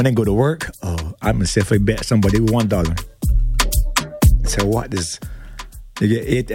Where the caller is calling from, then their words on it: England, United Kingdom; Hey Andy, I'm the English girl.